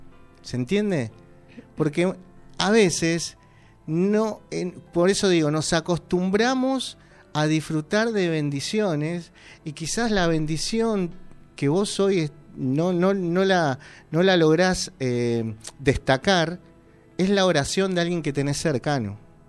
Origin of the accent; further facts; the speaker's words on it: Argentina; los argentinos somos especialistas en hacer monumentos